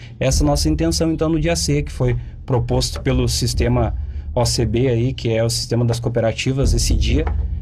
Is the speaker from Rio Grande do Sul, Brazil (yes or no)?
yes; Dona Francisca, Rio Grande do Sul, Brazil; moved away as an adult; now in Restinga Seca, Brazil; eu sou natural de Dona Francisca, né, fui importado aqui para Restinga Seca, tô morando aqui já faz 8 anos aí trabalhando com a cooperativa